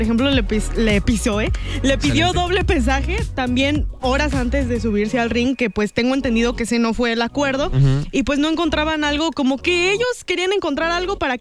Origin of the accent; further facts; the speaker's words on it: Mexico; somos mexicanos